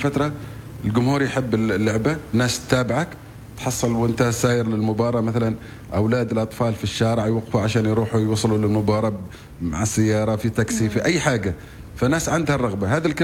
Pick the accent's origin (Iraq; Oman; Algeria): Oman; also born or lived in Salalah; عندنا في عمان